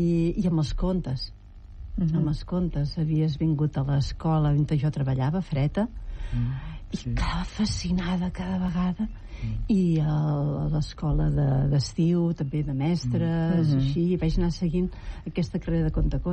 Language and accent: Catalan; Argentona, Catalonia, Spain; el Pep i jo compartim, que som d'Argentona, mm-hmm, som repicatruixes, mm-hmm, tots dos.